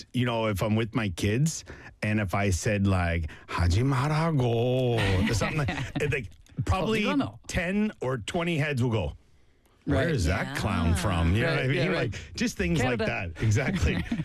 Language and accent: English; Canada; Busan is special to me because Busan is very similar to my hometown in Canada.